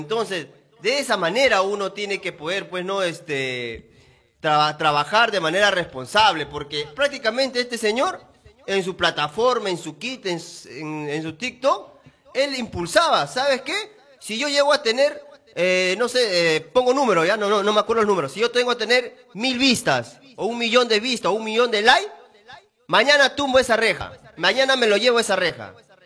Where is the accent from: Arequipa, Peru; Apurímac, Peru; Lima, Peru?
Lima, Peru; Ate Vitarte; mi pueblo de Ate Vitarte